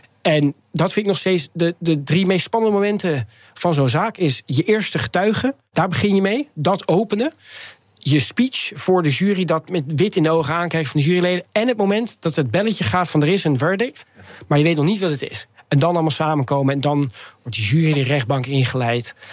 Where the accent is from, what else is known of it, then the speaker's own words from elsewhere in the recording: Netherlands; Ik ben opgegroeid in Nederland.